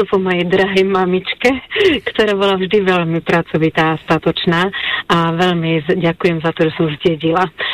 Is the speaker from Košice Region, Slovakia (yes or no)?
no; Obyce, Nitra Region, Slovakia; moved away; Pochádzam z Obíc